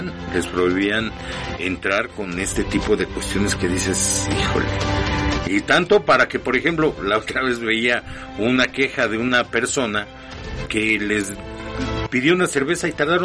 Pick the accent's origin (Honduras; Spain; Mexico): Mexico; Y bueno, pues qué le digo, como mexicano, pues sí, me gustaría que ganara México.